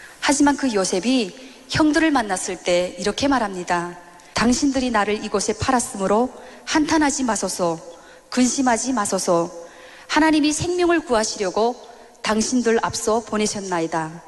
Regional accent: North Korea; 저도 같은 탈북민이고 또 칼에 찔렸던 그 탈북민 브로커는 저희 부모 형제를 탈북시켰던 브로커였기 때문에 저하고의 관계가 아주 좋았습니다.

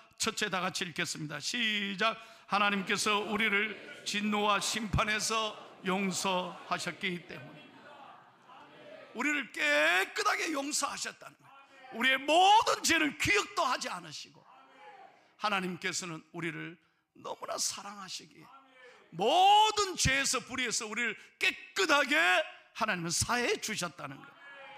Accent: Busan, South Korea; 왜 내 고향 부산에서 있었던 이야기라서

